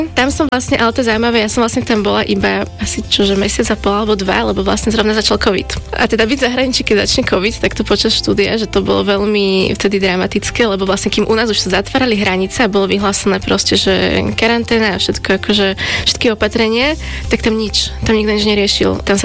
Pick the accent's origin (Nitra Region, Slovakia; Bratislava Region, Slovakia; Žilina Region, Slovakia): Bratislava Region, Slovakia; Bratislava; som z Bratislavy a mám 27 rokov.